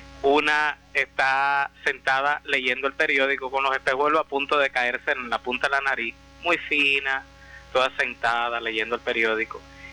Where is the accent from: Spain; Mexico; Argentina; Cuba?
Cuba; Sagua la Grande, Villa Clara; moved away as an adult; now in Miami, United States; Yo soy de Sagua, la Grande de las Villas